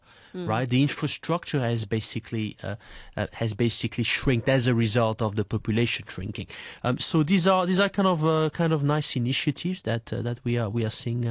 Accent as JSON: {"language": "English", "country": "France", "said": "Because, you know, I mean, I am originally from France, and a lot of our villages..."}